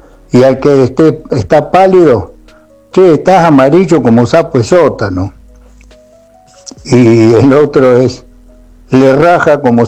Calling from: Mar del Plata, Buenos Aires Province, Argentina; Hola Oscarito, ¿cómo andás? Quiero ver el presente … de Mar del Plata.

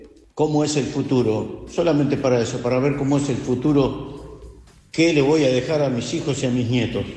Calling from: Claypole, Buenos Aires Province, Argentina; estoy trabajando acá en Loma de Zamora … de Claypole

